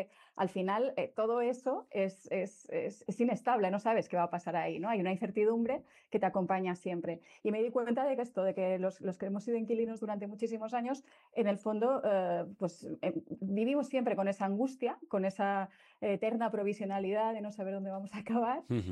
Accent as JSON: {"language": "Spanish", "region": "Balearic Islands", "country": "Spain", "moved": "yes", "lives_now": "Barcelona, Spain", "said": "las múltiples casas en las que he vivido más de 10 en 30 años desde que llegué a Barcelona desde Mallorca."}